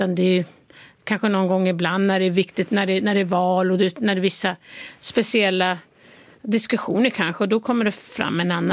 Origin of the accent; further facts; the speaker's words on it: Sweden; now in United States; Ja, jag är fortfarande svensk medborgare. Det måste jag ta dem. Barnen är ju svensk medborgare också, så jag försöker hålla den kontakten.